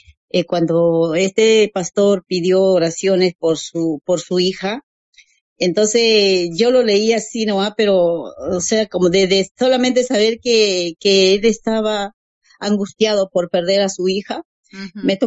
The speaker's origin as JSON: {"language": "Spanish", "region": "Lima", "country": "Peru", "moved": "as an adult", "lives_now": "Tacna, Peru", "said": "yo soy de Lima, uh-huh. Aquí de Perú, uh-huh. aquí de Perú, pero yo ahora hace 7 años radico en Tacna."}